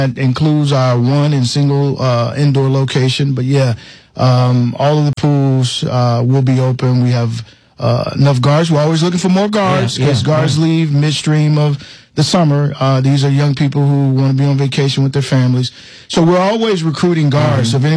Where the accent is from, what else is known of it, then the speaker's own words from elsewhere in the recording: Chicago, Illinois, United States; moved away; I was raised and born on the South Side. Inglewood, stand up. If anybody out there from Inglewood, neighborhood of Gresham Auburn. Those were my neighborhoods, mm-hmm. and still have family who are in Chicago and in those neighborhoods.